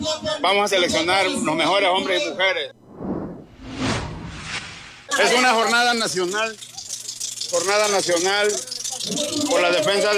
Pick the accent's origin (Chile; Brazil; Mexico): Mexico; Tatahuicapan, Veracruz; Pues Tatahuicapan es mi tierra, muchos años hemos trabajado aquí.